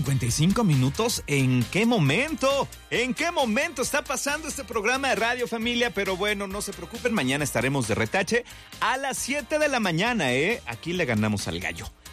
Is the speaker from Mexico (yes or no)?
yes; Atotonilco el Alto, Jalisco, Mexico; born there; uno de los orgullos más grandes de mi pueblo, que es Atotonilco el Alto